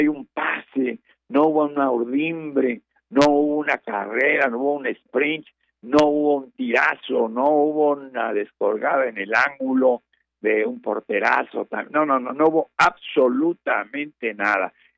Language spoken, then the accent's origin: Spanish; Mexico; como mexicanos nos puede, yo lo soy